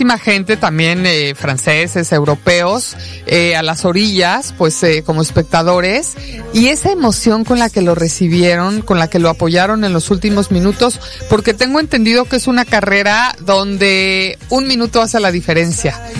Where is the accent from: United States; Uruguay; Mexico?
Mexico; Siento que como mexicanos debemos de sentirnos sumamente orgullosos